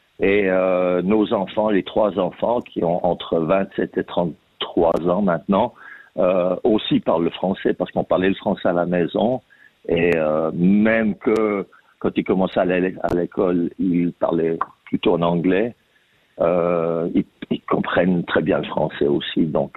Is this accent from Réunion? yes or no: no; Lausanne, Vaud, Switzerland; moved away as an adult; also born or lived in Crissier; now in Australia; Mais ouais, j'ai grandi à Lausanne, à Crissier. Et puis, je suis venu ici en Australie après avoir fait un tour du monde.